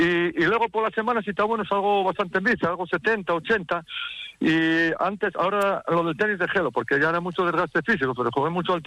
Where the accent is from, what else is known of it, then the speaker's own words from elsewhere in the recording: Turón, Asturias, Spain; Yo soy de Turón, un pueblo al lado de Mieres, un pueblo minero.